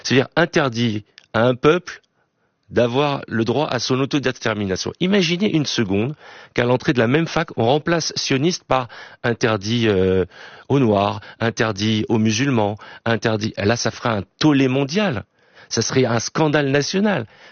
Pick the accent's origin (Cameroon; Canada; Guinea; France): France; Je suis français, juif d'abord. Même si depuis quelque temps on me parle souvent sous le prisme de ma judéité, je suis français avant tout. J'ai une attache avec Israël, comme beaucoup de juifs